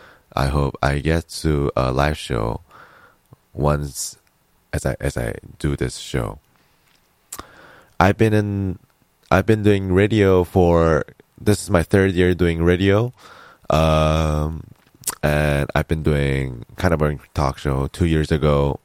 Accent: South Korea; English is a second language; moved away as an adult; now in United States; I am originally from South Korea, but I am now in the United States as an international student

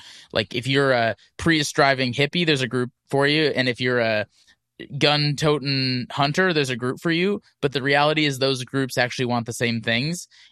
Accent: Wisconsin, United States; I grew up in Wisconsin, and our version of nature was the 12,000 lakes that the state has.

